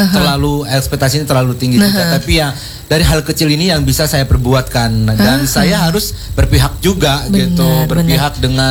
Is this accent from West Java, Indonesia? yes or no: no; Lampung, Indonesia; born there; Jadi aku tahu banyak tentang seluk-beluk bahasa Lampung dan tradisinya dan apapun itu karena aku lahir di Lampung juga.